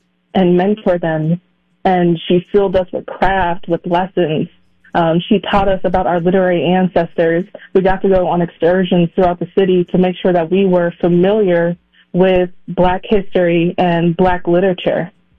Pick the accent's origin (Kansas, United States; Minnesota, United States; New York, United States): Minnesota, United States; Minneapolis; growing up in the Twin Cities